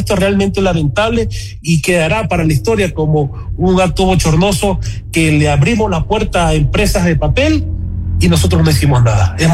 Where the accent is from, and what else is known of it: Ecuador